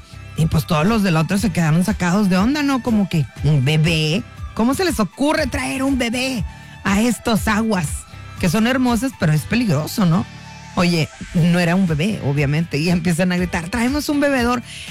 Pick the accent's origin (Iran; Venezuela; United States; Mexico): Mexico; San Luis Potosí; hermosos en mi Huasteca hermosa potosina, de donde soy orgullosamente originaria. Ay, de San Luis para el mundo.